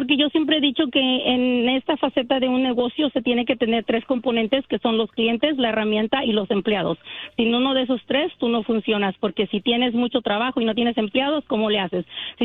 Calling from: Guerrero, Mexico; yo soy de Guerrero.

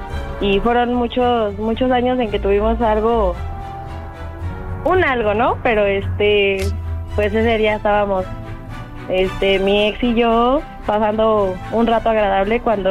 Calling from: Mexico City, Mexico; de la alcaldía Venustiano Carranza.

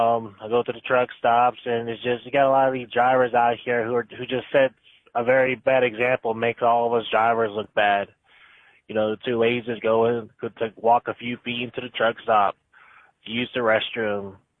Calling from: Oak Grove, Missouri, United States; I am checking in from Oak Grove, Missouri.

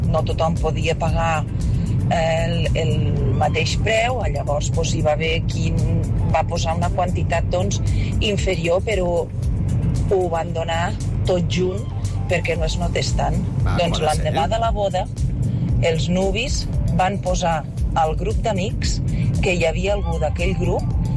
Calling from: Tàrrega, Catalonia, Spain; de Tàrrega.

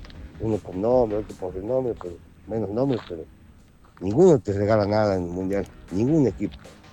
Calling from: Salta, Argentina; de Salta.

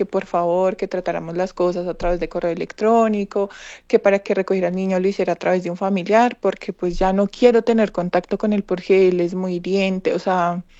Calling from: Bogotá, Colombia; en Bogotá.

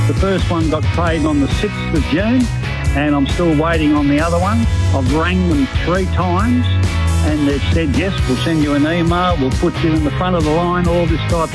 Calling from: Mildura, Victoria, Australia; I'm from Mildura.

